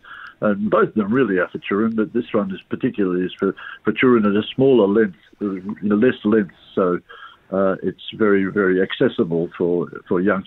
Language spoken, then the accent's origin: English; Colombo, Western Province, Sri Lanka; moved away; I grew up in Colombo in Sri Lanka